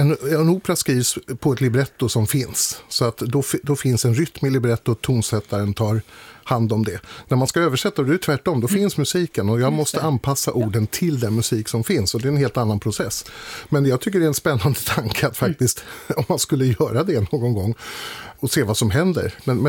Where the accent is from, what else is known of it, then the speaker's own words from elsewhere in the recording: Uppland, Sweden; även vi upplänningar uppskattade också mycket